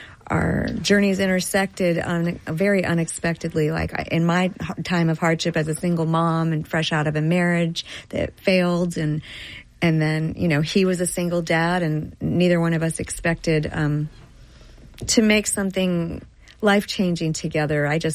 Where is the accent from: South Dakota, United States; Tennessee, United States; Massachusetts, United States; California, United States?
California, United States; San Francisco; I grew up in Golden Gate Park going to all those concerts